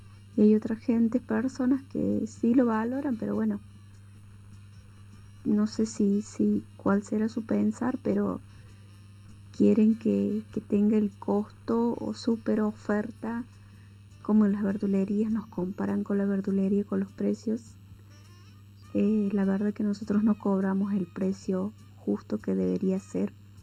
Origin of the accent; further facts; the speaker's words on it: Pilar, Córdoba, Argentina; Nosotros somos de Pilar, departamento Río Segundo.